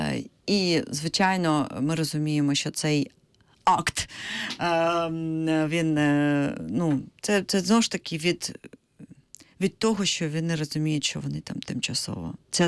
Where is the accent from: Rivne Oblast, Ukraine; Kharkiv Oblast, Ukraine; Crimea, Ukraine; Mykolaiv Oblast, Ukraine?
Crimea, Ukraine; Kuchukozen; Я ялебойська кримська татарка, яка походить з села Кучукозень. Кучукозень – це в нас спочатку йде Алушта і маленькі там села, і далі йде в нас сторона Судака.